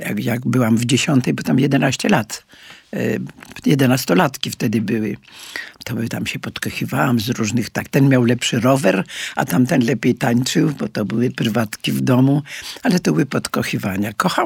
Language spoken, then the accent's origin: Polish; Łódź, Łódź Voivodeship, Poland; born there; moved away as an adult; now in Warsaw, Poland; W Łodzi 15 lat, bo ja zaraz po wojnie zburzyli nam dom w Warszawie tutaj i tata dostał pracę i mieszkanie w Łodzi. Więc ja 15 lat mieszkam w Łodzi. Jest to taka moja trochę takie drugie miasto rodzinne